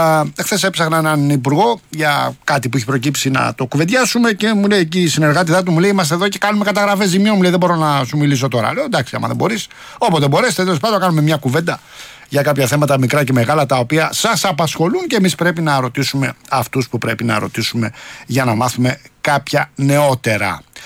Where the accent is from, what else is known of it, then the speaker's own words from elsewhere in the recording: Rafina, Attica, Greece; Εδώ στο Λεκανοπέδιο 14 ο Βενιζέλος, 19 στη Ραφίνα την πατρίδα μου.